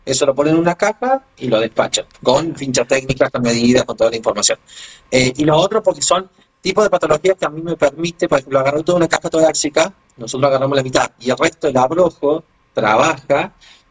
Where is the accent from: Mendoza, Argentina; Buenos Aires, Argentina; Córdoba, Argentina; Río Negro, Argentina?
Córdoba, Argentina; Villa Carlos Paz; De acá de Carlos Paz.